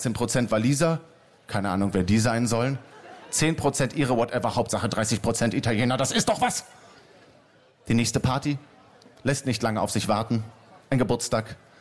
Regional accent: Berlin, Germany; Ich bin ja Berliner.

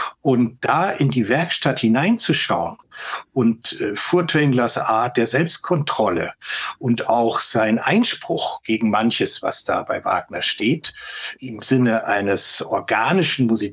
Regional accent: Bayreuth, Bavaria, Germany; als gebürtiger Bayreuther

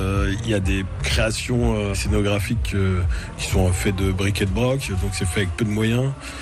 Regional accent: France; also born or lived in Burkina Faso; Je suis né en 1978. J'ai grandi dans le Perche. Et j'ai fait mes études entre le Perche et la Bretagne.

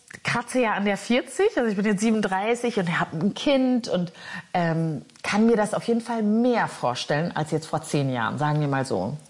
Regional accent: Neukirchen-Vluyn, North Rhine-Westphalia, Germany; Ich bin am Niederrhein aufgewachsen, aber ich finde Dortmund, also ja gut.

